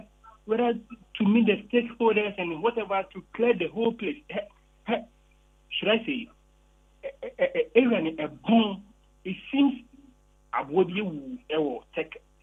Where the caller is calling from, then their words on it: Accra, Greater Accra, Ghana; I'm calling from Accra.